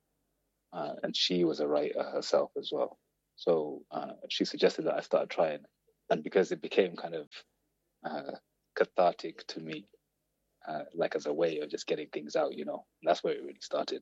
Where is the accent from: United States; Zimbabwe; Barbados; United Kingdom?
Zimbabwe; I think this is growing up in Zimbabwe anyway at that time.